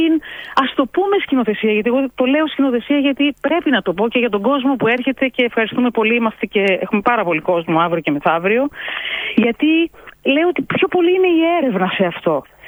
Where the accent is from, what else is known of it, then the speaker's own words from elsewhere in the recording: Greece; μόνο την ακούμε σαν Έλληνες.